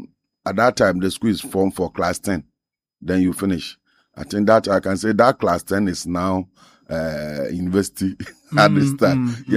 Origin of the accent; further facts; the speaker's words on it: Cape Coast, Central Region, Ghana; also born or lived in Kumasi; also born from Cape Coast, but I was born in Kumasi.